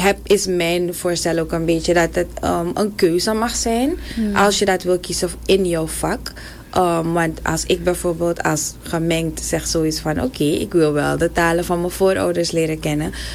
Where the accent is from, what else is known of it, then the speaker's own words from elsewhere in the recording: Suriname; Ik zeg, ik ben een Surinamer.